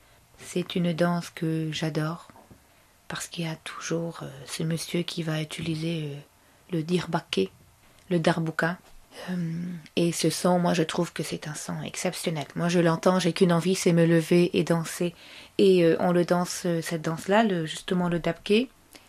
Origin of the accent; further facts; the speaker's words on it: Senegal; born there; Parce que je suis effectivement d'origine libanaise, je suis née au Sénégal